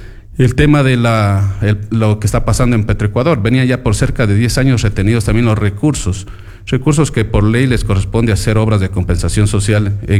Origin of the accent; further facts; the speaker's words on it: Catamayo, Loja, Ecuador; born there; Es mi tierra, claro, ahí nací